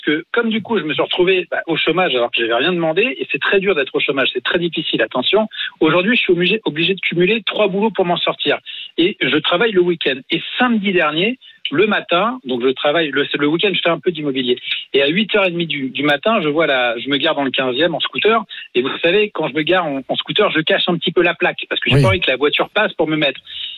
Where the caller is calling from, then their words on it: Paris, Île-de-France, France; moi, j'habite le 15e, j'habite à Paris.